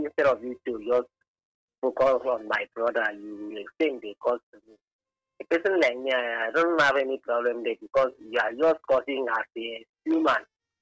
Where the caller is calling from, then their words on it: Calabar, Cross River, Nigeria; calling from Calabar, yes.